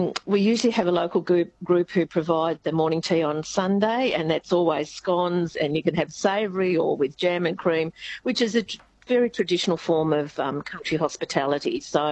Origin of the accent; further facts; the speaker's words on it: Australia; as an Australian